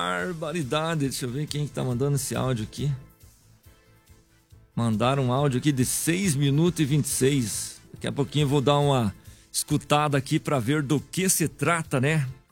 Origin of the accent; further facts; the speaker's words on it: Ventania, Paraná, Brazil; Ofereço a todos que estão na sintonia. Sou de Ventania.